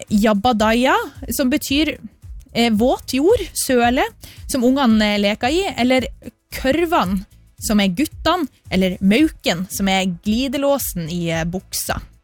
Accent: Leknes, Nordland, Norway; I dag så snakker vi om uttrykk, eller ord og uttrykk, og der jeg kommer fra, som Lofoten, nærmere bestemt Lekne, som I Nord-Norge, Nordland

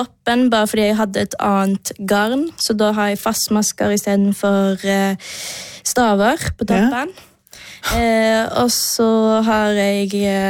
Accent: Stavanger, Rogaland, Norway; moved away; når jeg var hjemme i Stavanger

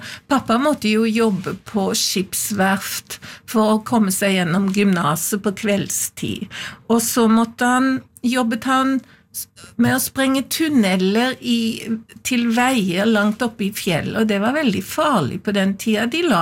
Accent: Farsund, Agder, Norway; born there; Jeg født i Farsund, på Lista, men der har jeg jo aldri bodd.

